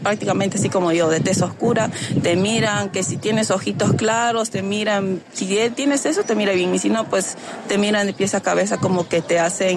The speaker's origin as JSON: {"language": "Spanish", "country": "Peru", "moved": "as an adult", "lives_now": "Spain", "said": "me vine a España por un tema de... Allá en mi país, en Perú, hay mucha extorsión."}